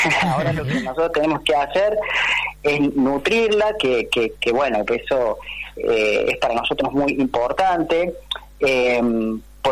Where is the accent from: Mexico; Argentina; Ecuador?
Argentina; Córdoba; accent: Cordobés; moved away; Soy cordobés por mi acento.